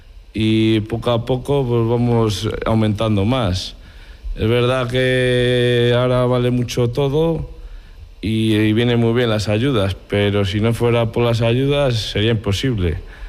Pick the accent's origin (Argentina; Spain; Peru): Spain; Villanueva de San Mancio, Castile and León; soy de aquí de Viana Salmancio, soy agricultor y ganadero